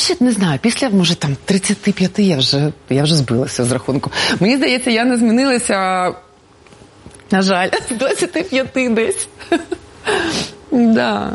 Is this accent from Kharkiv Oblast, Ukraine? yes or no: yes; Kharkiv, Kharkiv Oblast, Ukraine; звичайно. Я віце-королева Харкова 94.